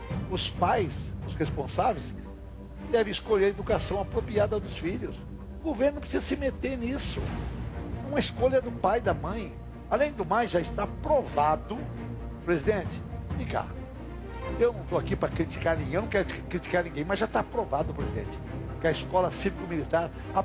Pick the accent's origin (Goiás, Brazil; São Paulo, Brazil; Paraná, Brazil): Paraná, Brazil; Lá no meu estado, lá no Paraná, todo mundo é a favor, ou a grande maioria é a favor.